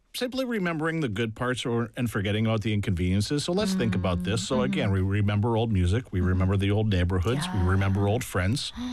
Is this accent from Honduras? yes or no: no; Canada; moved away; I grew up in Canada